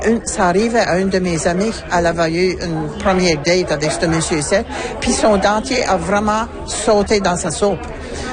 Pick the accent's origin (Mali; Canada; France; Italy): Canada; Sainte-Marie; Ben moi, je viens de Sainte-Marie.